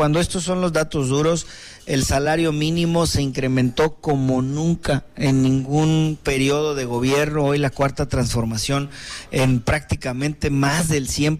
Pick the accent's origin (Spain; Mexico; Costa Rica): Mexico; Guerrero